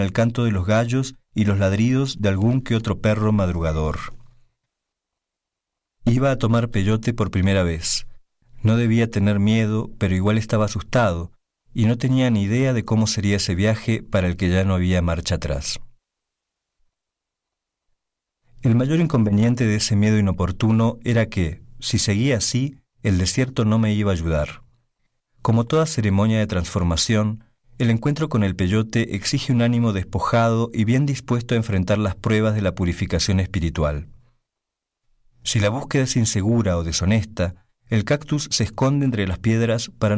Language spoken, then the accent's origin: Spanish; Argentina; now in Mexico; soy periodista y cronista afincado en México, soy de origen argentino.